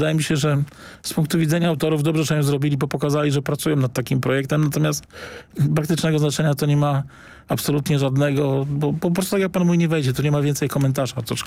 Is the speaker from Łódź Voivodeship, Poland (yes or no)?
yes; Łódź, Łódź Voivodeship, Poland; born there; now in Warsaw, Poland; Ja jestem w ogóle z urodzenia łodziennym